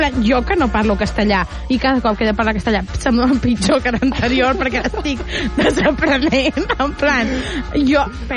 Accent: Catalonia, Spain; sóc catalana.

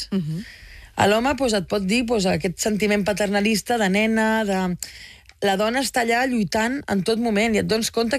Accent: Tarragona, Catalonia, Spain; nosaltres, jo sóc com tu, de Tarragona, i...

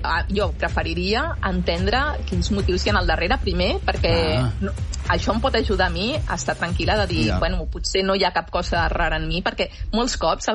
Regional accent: Catalonia, Spain; que som catalans

